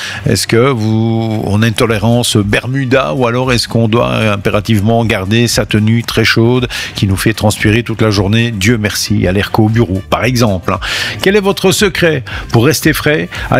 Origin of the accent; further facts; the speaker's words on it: Belgium; chez nous en Belgique